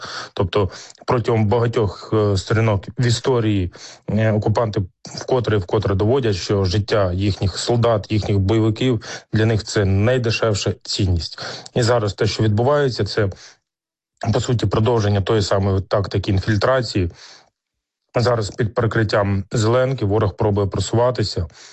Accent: Kyiv, Ukraine; в моєму рідному Києві

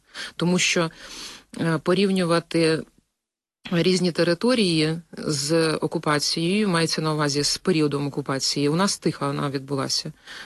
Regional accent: Luhansk Oblast, Ukraine; first language Ukrainian; moved away as an adult; now in Kyiv, Ukraine; я зі Слобожанщини, це північ Луганщини, там, де завжди говорили українською мовою. Чому мені легко? Тому що я народилась в україномовній родині, і я благополучно говорила завжди з дитинства українською мовою.

